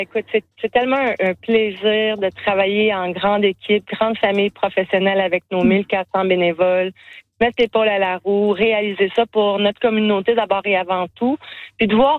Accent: Quebec, Canada; Mais chez nous, en Outaouais, on est le seul événement en Amérique du Nord à avoir des montgolfières sur une capitale.

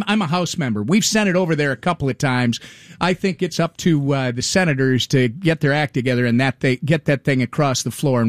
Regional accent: Minnesota, United States; I'm from Minnesota.

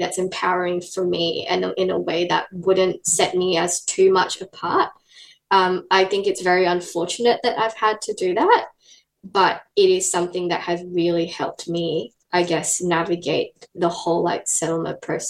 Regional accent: Malaysia; My parents are both Malaysian Chinese, so I'm Malaysian Chinese.

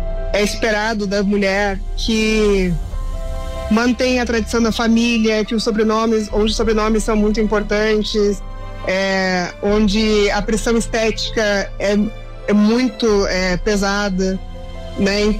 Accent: Balneário Camboriú, Santa Catarina, Brazil; also born or lived in Passo Fundo; now in Curitiba, Brazil; Sim, eu nasci no Rio Grande do Sul, né? Morei até mais ou menos metade da minha vida em Passo Fundo, Rio Grande do Sul, e me criei basicamente em Balneário Camboriú, Santa Catarina, para depois na vida adulta morar em Curitiba

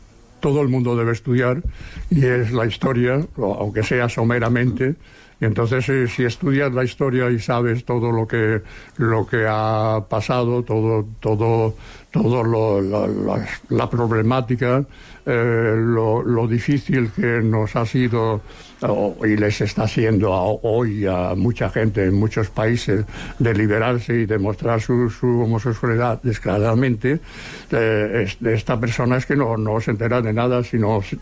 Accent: Seville, Andalusia, Spain; now in Barcelona, Spain; cuando vinimos de Sevilla.

